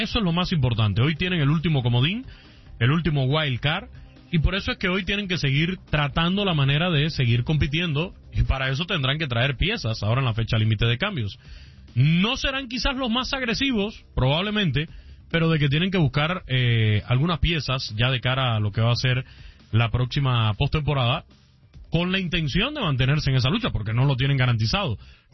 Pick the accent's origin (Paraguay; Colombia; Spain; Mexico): Mexico; Pero ya somos mexicanos.